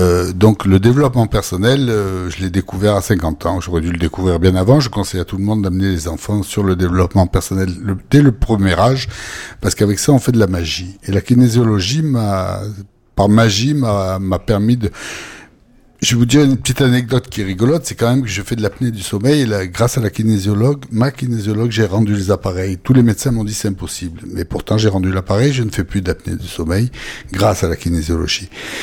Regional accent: Marseille, Provence-Alpes-Côte d'Azur, France; born there; Je suis né à Marseille.

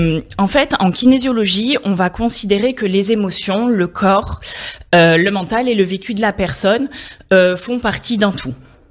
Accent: Marseille, Provence-Alpes-Côte d'Azur, France; moved away; also born or lived in Paris / Canada; Alors moi je suis originaire de Marseille, par contre j'ai surtout travaillé à Paris et à l'étranger, notamment au Canada

